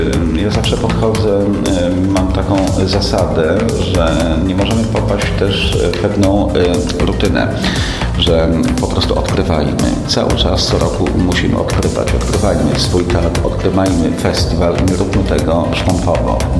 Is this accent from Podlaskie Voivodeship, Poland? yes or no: yes; Łomża, Podlaskie Voivodeship, Poland; Mówi, że jestem z Łomży